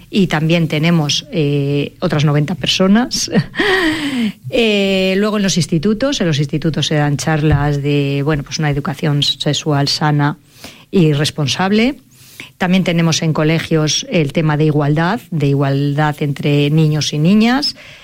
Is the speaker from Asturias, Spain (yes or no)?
no; Medina del Campo, Castile and León, Spain